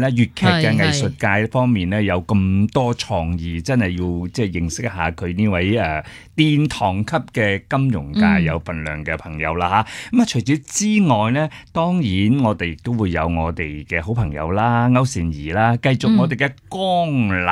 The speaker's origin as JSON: {"language": "Cantonese", "country": "Hong Kong", "said": "我哋香港人"}